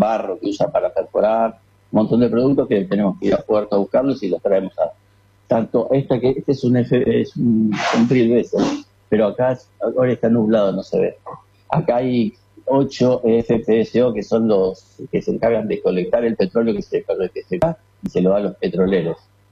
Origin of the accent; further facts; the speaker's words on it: Buenos Aires, Argentina; Yo soy de Buenos Aires. Vivo en Buenos Aires. tengo mi familia allá, todo